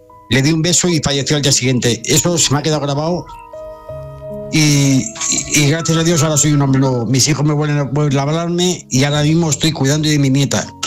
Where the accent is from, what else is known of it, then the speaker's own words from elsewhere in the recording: Rincón de la Victoria, Andalusia, Spain; now in Madrid, Spain; Yo soy de Rincón de la Victoria.